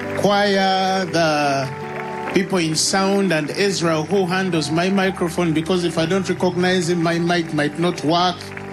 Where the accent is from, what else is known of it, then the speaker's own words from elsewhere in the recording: Masaka, Central Region, Uganda; I come from Masaka, so... People from Masaka, we are different. We're different.